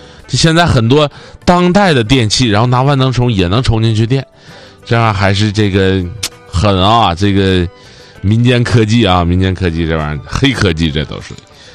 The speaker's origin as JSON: {"language": "Chinese", "region": "Northeast China", "country": "China", "accent": "Northeastern Mandarin", "said": "我们东北话啊，就越活越回旋。"}